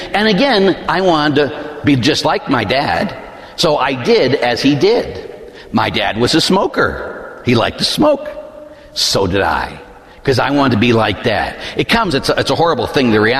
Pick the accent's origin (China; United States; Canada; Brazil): United States; Pittsburgh, Pennsylvania; born or raised there